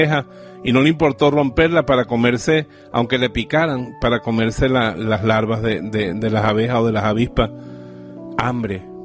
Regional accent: Bejuma, Carabobo, Venezuela; born there; En mi pueblo, en Bejuma

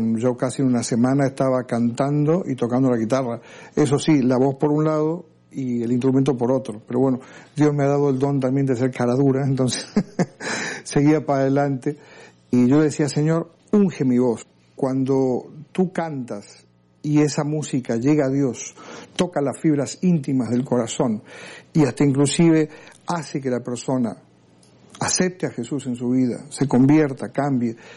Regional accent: Argentina; yo provengo de una familia cristiana, yo soy argentino

